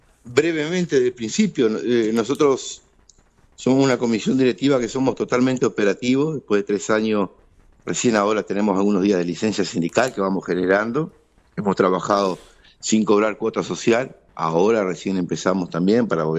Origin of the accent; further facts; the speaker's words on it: Cerro Chato, Uruguay; soy de Cerro Chato.